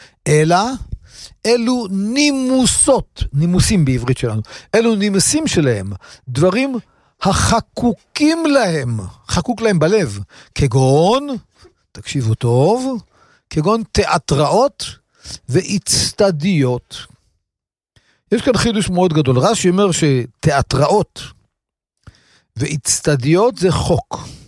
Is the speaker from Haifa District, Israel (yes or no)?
yes; Kiryat Ata, Haifa District, Israel; בתור ילד, גרתי בכפר עטה.